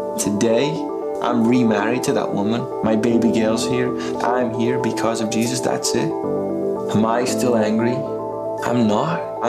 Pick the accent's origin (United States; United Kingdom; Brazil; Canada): United Kingdom; Liverpool, North West England; Growing up in Liverpool, it's a rough place.